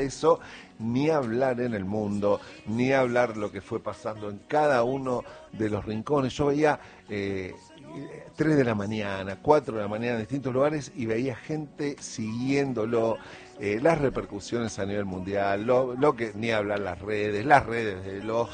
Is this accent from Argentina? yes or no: yes; Argentina; porque así somos los argentinos.